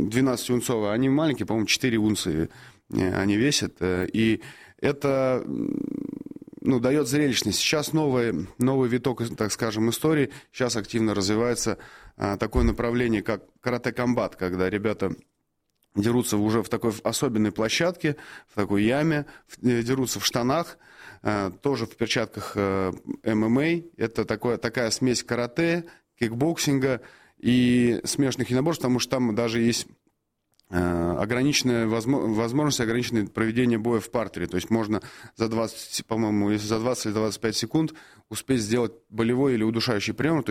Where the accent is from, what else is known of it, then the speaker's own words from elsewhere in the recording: Russia; мы из России